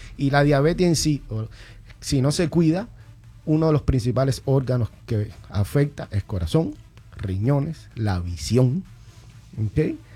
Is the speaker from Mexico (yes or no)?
no; Cuba; Yo soy cubano, nosotros los cubanos adictos al pan. Es, viene siendo nuestra idiosincrasia.